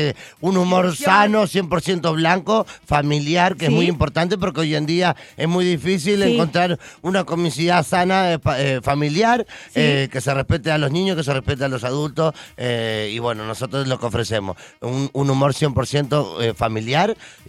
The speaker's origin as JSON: {"language": "Spanish", "country": "Argentina", "said": "que somos la parte cómica, que somos de Argentina, quinta generación de circo"}